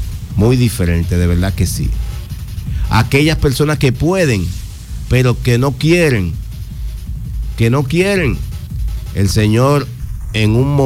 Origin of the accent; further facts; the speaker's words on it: San Cristóbal, Dominican Republic; Le hago un llamado a mi pueblo, a mi provincia San Cristóbal